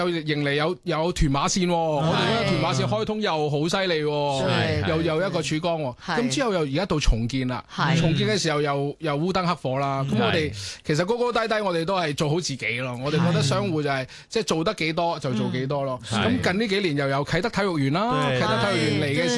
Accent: Thailand; now in Hong Kong; 系啦，除咗我哋泰国人会玩泼水，其实香港人每家户户都洗车屋啊

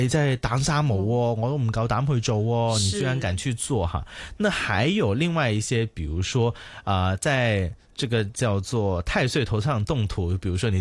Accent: Guangdong, China; 中医哈，或者是我们广东人呢，就发挥想象力哈。

